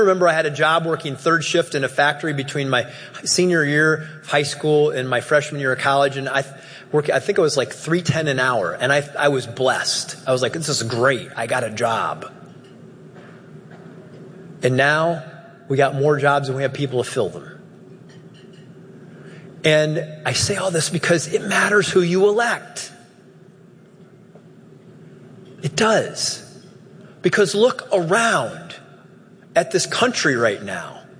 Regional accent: Dayton, Ohio, United States; I was from Dayton. Dayton was a 613 out of 613 in academic performance.

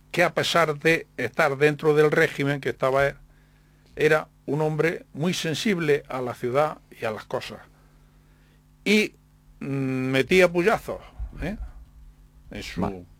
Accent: Jaén, Andalusia, Spain; Nosotros somos ciudadanos de Jaén.

